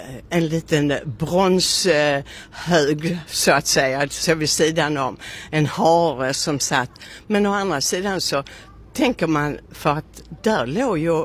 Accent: Malmö, Skåne, Sweden; Som gammal malmöbo så får man lite, och är det Kaninen som sitter där?

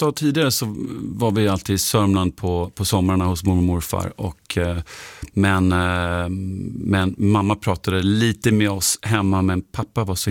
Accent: Germany; Och det är inte den första och enda nazisten jag har spelat. Det är liksom som tysk skådespelare så får man...

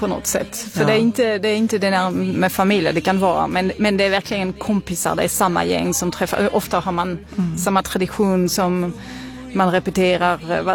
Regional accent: France; Swedish is a second language; now in Sweden; För mig är det Frankrike.

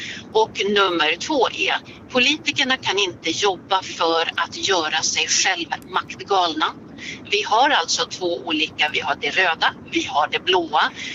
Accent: Norrland, Sweden; Centerpartiet, jag är uppvuxen uppe i Norrland.

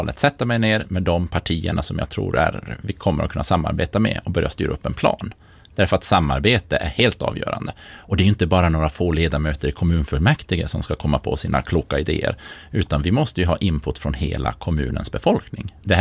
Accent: Pajala, Norrbotten County, Sweden; När jag växte upp i Pajala så var det fantastiskt.

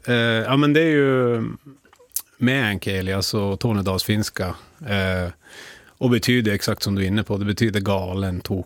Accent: Norrbotten County, Sweden; moved away; also born or lived in Haparanda / Gällivare; Jag är uppvuxen i Haparanda och Gällivare.

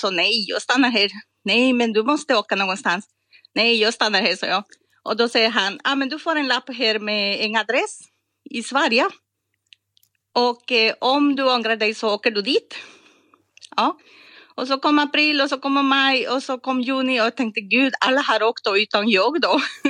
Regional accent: Costa Rica; Jag kommer från Costa Rica. Och har studerat i Polen då på 90-talet.

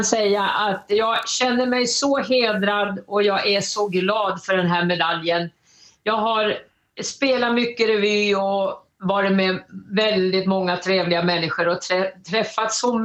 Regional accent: Stockholm, Stockholm County, Sweden; Jag växte upp i Stockholm. Så jag hamnade på en teaterskola redan som 3,5-åring.

